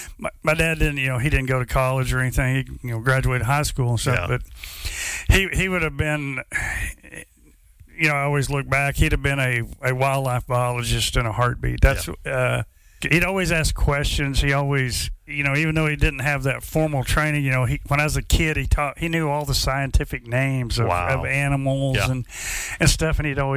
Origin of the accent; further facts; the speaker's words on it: Tuttle, Oklahoma, United States; I grew up in Tuttle, Oklahoma.